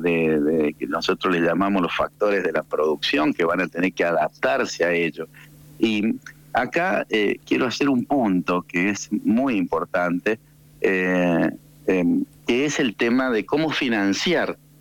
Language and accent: Spanish; Jáchal, San Juan, Argentina; soy de Hachal